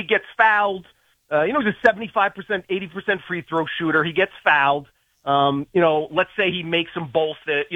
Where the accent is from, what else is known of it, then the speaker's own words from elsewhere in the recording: Long Island, New York, United States; Born and raised on Long Island